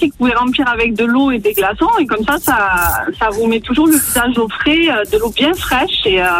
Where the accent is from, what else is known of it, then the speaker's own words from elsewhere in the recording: Morières-lès-Avignon, Provence-Alpes-Côte d'Azur, France; Je suis de Morières-les-Avignon, à côté d'Avignon, un petit village.